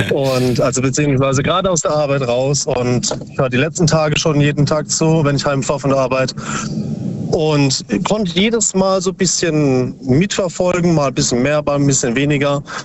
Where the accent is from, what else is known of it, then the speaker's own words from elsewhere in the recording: Bruchsal, Baden-Württemberg, Germany; Aus Substadt Weiher, nee, Bruchsal.